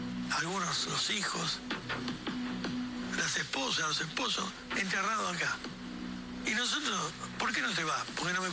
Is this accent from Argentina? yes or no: yes; Argentina; somos Argentina.